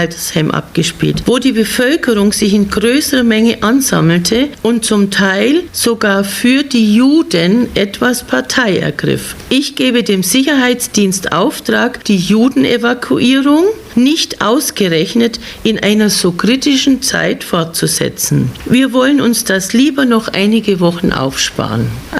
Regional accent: Bavaria, Germany; Also bei uns in Bayern ist das Wort Mischehen vollkommen damit besetzt, dass ein Evangelischer eine Katholikin heiratet oder umkehrt.

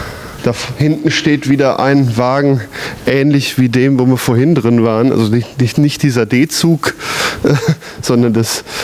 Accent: Hesse, Germany; Ja, in meiner Heimat auf der Lahntalbahn gab es die auch viel, in Limburg waren die viel zu Hause.

